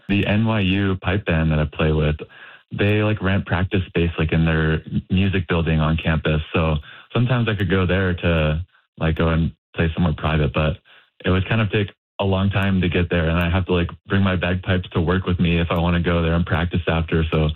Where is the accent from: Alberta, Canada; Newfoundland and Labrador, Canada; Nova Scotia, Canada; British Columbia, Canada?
Nova Scotia, Canada; New Minas; moved away as an adult; also born or lived in Ontario / New York; Yeah, I grew up in New Minas, and then when I started university, I moved out to Ontario, and from there, went to New York for work.